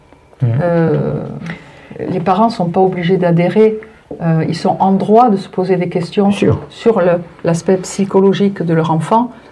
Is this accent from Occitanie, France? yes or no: no; Calvi, Corsica, France; je suis corse et on habitait à Calvi.